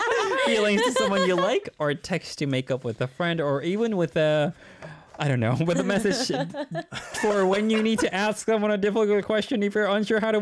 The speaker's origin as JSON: {"language": "English", "region": "Incheon", "country": "South Korea", "tie": "born or raised there", "moved": "as an adult", "lives_now": "Seoul, South Korea", "said": "I am from Incheon. Yeah. I live in Seoul."}